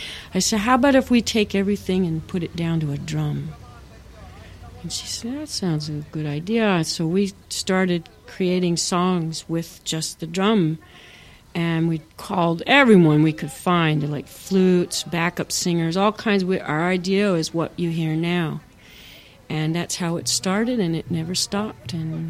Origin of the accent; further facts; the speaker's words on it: New York City, New York, United States; growing up all these years in New York City, being Indian